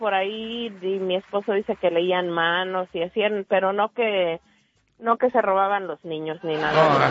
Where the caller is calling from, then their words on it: Mexico City, Mexico; Somos del DF.